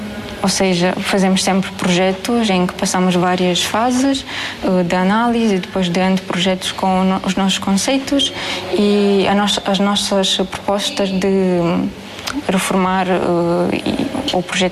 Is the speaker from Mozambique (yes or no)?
no; Moldova; Portuguese is a second language; tenho 22 anos, sou da Moldávia e sou aluna do terceiro ano da licenciatura de Arquitetura Paisagista.